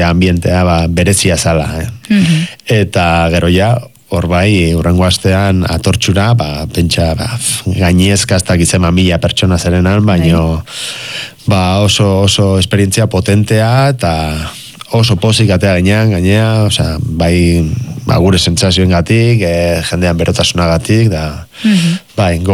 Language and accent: Basque; Legazpi, Basque Country, Spain; porque ni Leazpikoa naiz